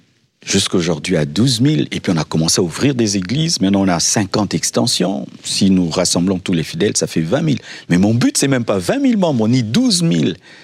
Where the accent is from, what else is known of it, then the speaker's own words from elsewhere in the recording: Kinshasa, DR Congo; Comme j'ai grandi à Lemba, je voulais implanter une église à Lemba parce que j'étais connu à Lemba, j'avais des amis à Lemba